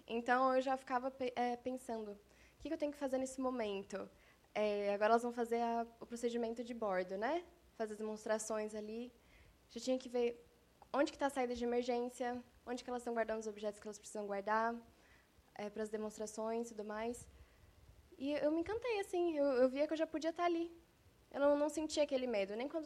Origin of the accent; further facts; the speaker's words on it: Turvo, Brazil; born there; Eu nasci no Turvo há 24 anos atrás